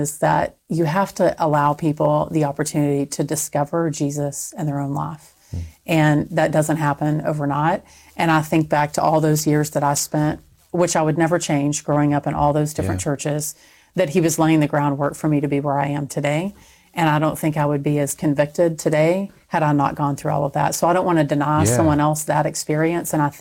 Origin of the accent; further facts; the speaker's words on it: Texas, United States; Growing up in Texas